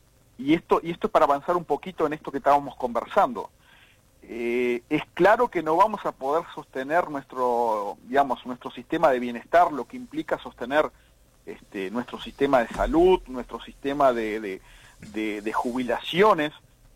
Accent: Uruguay

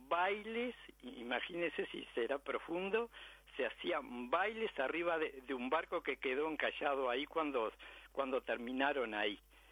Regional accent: San José, Uruguay; El río San José, ¿sabe dónde me crié yo? Yo me crié en Buyental. Buyental es en el río San José. Entrando en Libertad, llega a la final, agarra a la derecha y unos 18 kilómetros queda el río San José. Yo me crié ahí, en esa costa

